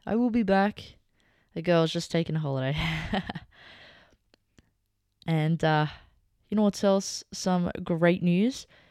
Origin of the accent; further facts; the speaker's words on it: Sydney, New South Wales, Australia; we're from Sydney